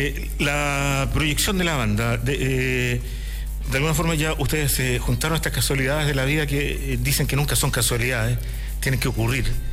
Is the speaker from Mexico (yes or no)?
no; Chile; Comenzamos a hablar como chilenos, creyendo que todo el mundo nos entiende